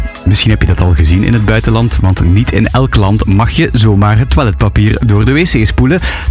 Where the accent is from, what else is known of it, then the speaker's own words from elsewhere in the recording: Flanders, Belgium; Maar goed, we zijn dat niet gewoon bij ons in Vlaanderen.